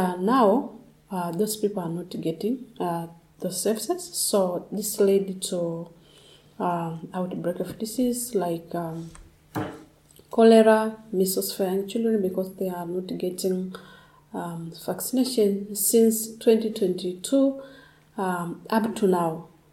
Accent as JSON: {"language": "English", "country": "Tanzania", "said": "from Tanzania, northern part."}